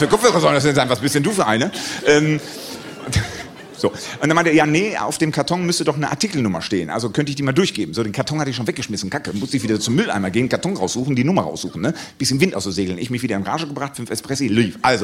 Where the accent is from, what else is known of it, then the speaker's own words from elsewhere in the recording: Germany; für mich als Deutscher